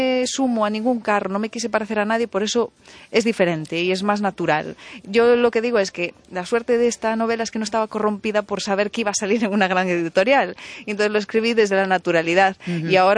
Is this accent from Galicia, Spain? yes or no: yes; Vilalba, Galicia, Spain; yo soy de Vilalba, Lugo, y cuando íbamos para el norte, para las playas de la Mariña